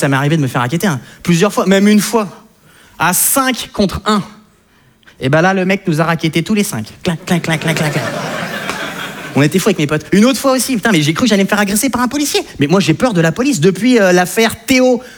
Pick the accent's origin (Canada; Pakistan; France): France